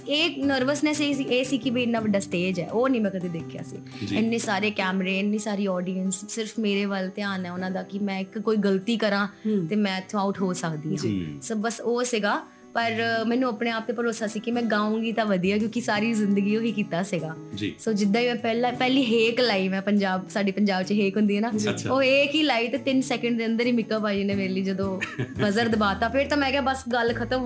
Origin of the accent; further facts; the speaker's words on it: Jalandhar, Punjab, India; moved away; ਮੈਂ ਜਲੰਧਰ ਤੋਂ ਆਈ ਹੋਈ ਹਾਂ